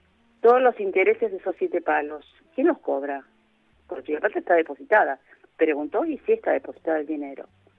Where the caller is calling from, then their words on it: Buenos Aires, Argentina; De la paternal.